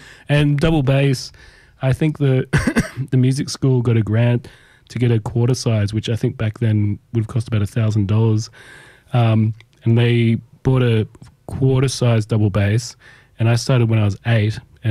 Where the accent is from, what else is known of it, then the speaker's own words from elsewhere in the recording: Tamworth, New South Wales, Australia; I grew up in Tamworth, yes.